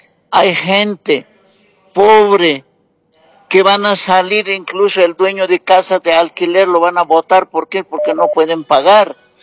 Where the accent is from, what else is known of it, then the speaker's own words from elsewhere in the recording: Bolivia; ¿Dónde está nuestro derecho como buenos bolivianos?